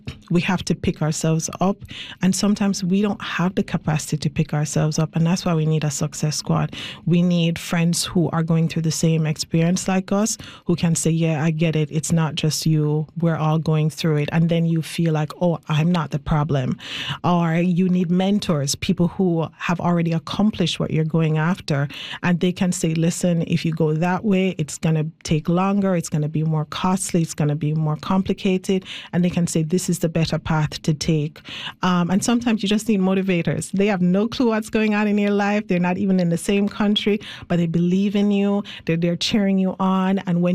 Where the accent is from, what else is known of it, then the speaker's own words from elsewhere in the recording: Jamaica; moved away; my home, my home country, Jamaica, at least my first home.